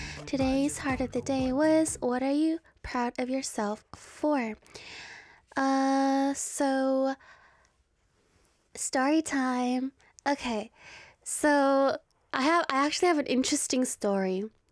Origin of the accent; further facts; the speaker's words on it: South Korea; And I was like, oh, like, I'm from Korea. And so he said, Korean singer? So I said, yeah.